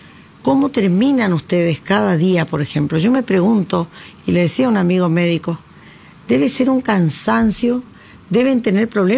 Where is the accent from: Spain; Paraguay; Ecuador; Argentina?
Argentina; Presidencia Roque Sáenz Peña, Chaco; born there; Cuando era chica en Saspeña